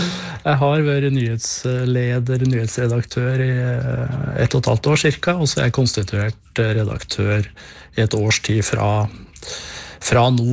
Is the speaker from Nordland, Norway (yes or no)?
no; Trøndelag, Norway; moved away as an adult; now in Hadeland, Norway; Så jeg har bodd her nå i 15... Ja, over det. 17-18 år. Men jeg er trønder, ja.